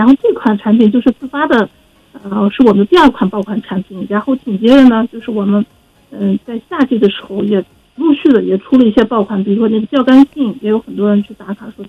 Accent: Xinjiang, China; 咱们新疆人

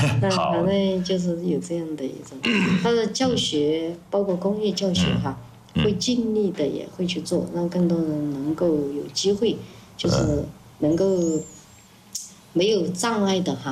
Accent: Guizhou, China; 我们贵州的山歌

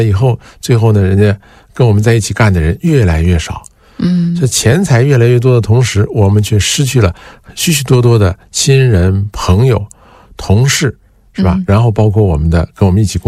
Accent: China; 我们中国人

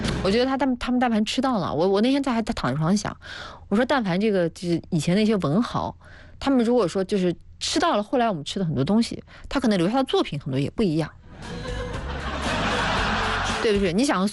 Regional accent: northern China, China; 虽然我其实是个北方人，

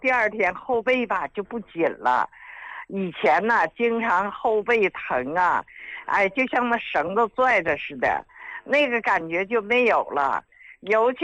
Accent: Shenyang, Liaoning, China; 哎呀，李老师啊，我家是沈阳的。

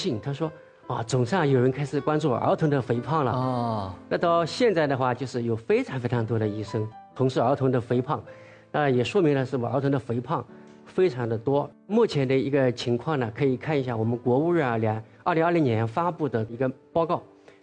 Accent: China; 我们中国人

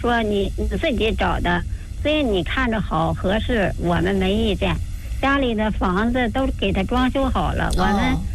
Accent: Xiong County, Hebei, China; 我们老家是雄县。

